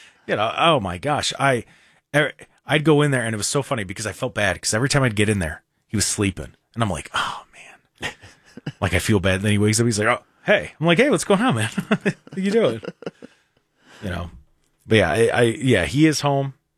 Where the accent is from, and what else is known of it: Cleveland, Ohio, United States